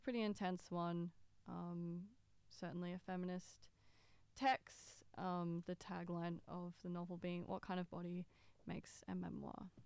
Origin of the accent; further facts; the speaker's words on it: Newcastle, New South Wales, Australia; I grew up in Newcastle, New South Wales, and so I don't know, I feel like hipsters and indie music was like a big thing back then